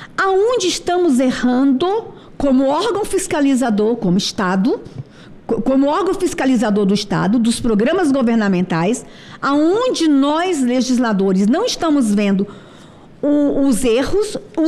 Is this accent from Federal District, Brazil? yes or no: yes; Brasília, Federal District, Brazil; Eu que sou de Brasília, o meu povo de Brasília que me acompanha